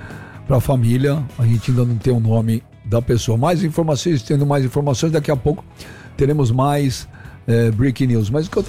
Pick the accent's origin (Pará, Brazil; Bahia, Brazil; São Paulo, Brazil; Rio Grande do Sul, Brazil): São Paulo, Brazil; born there; Porque é estranho, né? Eu sou brasileiro, nasci no Brasil.